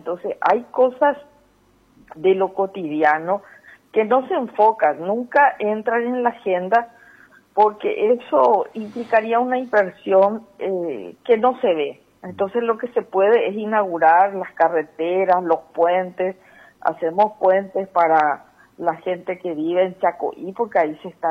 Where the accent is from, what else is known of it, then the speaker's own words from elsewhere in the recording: Paraguay; somos los paraguayos los que vamos a pagar